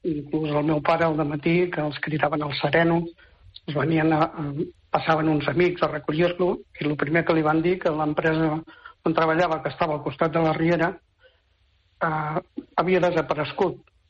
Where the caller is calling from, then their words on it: Rubí, Catalonia, Spain; parlar del meu poble, que era abans, ara és Ciutat.